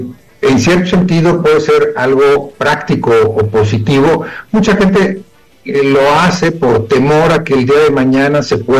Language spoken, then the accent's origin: Spanish; Mexico; no se esperen como buenos mexicanos a hacer la cita el 30 de septiembre